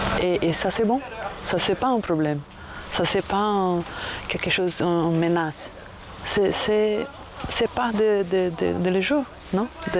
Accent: Brazil; je viens du Brésil

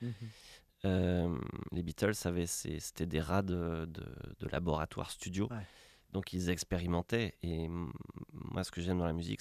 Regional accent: France; accent: French; Non, je suis pas, pas hyper bon en anglais. Tu vois, on sent que j'ai un accent français quand même.

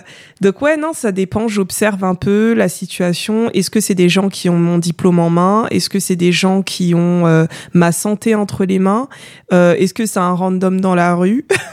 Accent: Paris, Île-de-France, France; mais avant je disais je suis française. Tu vois, ou je viens de Paris.

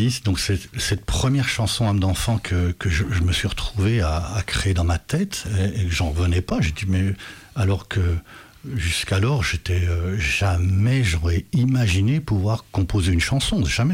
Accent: Grez, Bourgogne-Franche-Comté, France; now in Beaujolais, France; Et puis les vicissitudes de la vie ont fait que j'ai changé de région. J'étais originaire de Grez, en Haute-Saône, et j'ai débarqué ici dans le Beaujolais.

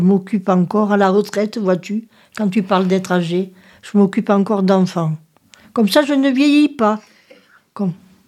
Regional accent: Southern France, France; accent: Midi; tu as vu, j'ai l'accent du midi.

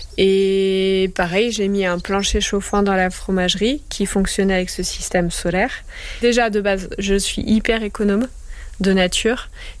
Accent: Auvergne-Rhône-Alpes, France; now in Vercors, France; Je suis originaire de Haute-Savoie

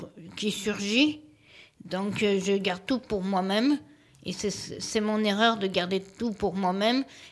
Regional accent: Saint-Étienne, Auvergne-Rhône-Alpes, France; born there; je suis née à Saint-Étienne.

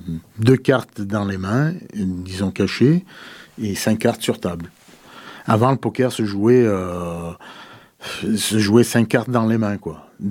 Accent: Auvergne-Rhône-Alpes, France; Donc dans le Diwa, j'ai grandi dans le Diwa. Donc j'ai fait les études à Die.

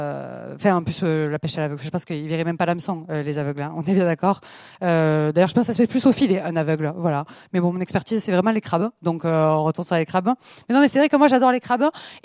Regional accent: south of France, France; accent: accent du Sud

